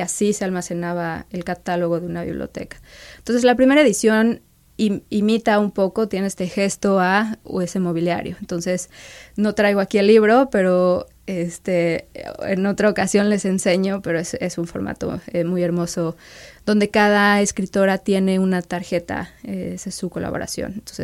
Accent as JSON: {"language": "Spanish", "town": "Cholula", "region": "Puebla", "country": "Mexico", "tie": "born or raised there", "said": "Yo crecí en Cholula, y y no crecí yendo de niña a una biblioteca."}